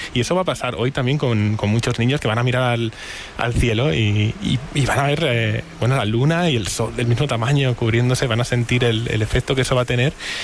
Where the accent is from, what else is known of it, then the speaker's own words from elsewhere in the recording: Castile and León, Spain; cuando tenía 11 añitos recuerdo ver en mi pueblo, en León, un eclipse parcial.